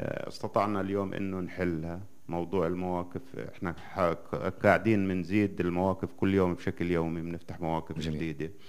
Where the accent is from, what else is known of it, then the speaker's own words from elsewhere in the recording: Palestine; هاي التحديات بصراحة إحنا كشعب فلسطيني كل يوم في كل دقيقة في عنا شيء جديد،